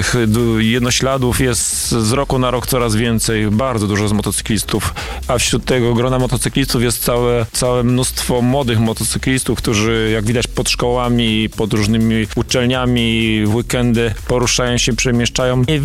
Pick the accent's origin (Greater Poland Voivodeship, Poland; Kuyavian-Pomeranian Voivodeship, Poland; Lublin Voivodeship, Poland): Greater Poland Voivodeship, Poland; Słupca; Flaga Słupcy i barwy Słupcy i to, że jesteśmy ze Słupcy i z powiatu słupeckiego, choć nie tylko, bo są motocykliści wśród nas również z innych powiatów.